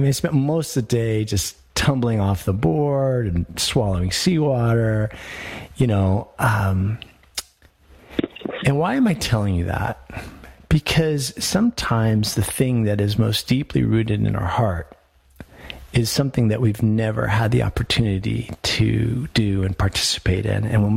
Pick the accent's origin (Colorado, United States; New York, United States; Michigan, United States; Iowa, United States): Colorado, United States; I grew up here in Colorado. My mother was a child of immigrant parents.